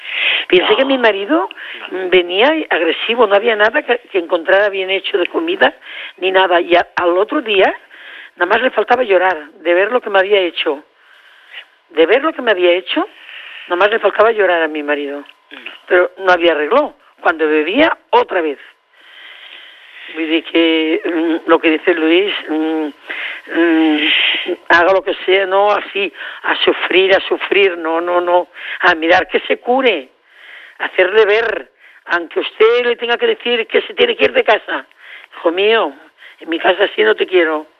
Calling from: Barcelona, Catalonia, Spain; yo vivo aquí, vivo en Horta

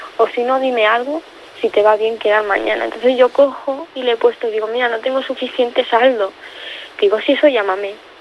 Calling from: Barcelona, Catalonia, Spain; Y yo soy de Zona Franca.

